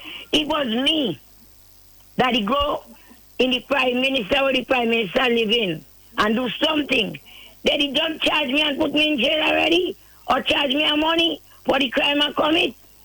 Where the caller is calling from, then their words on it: Grenada; I'm a Grenadian and a citizen of this country.